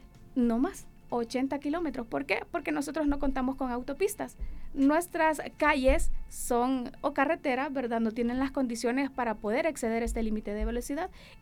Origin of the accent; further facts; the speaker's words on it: Honduras; como ciudadanos, como hondureños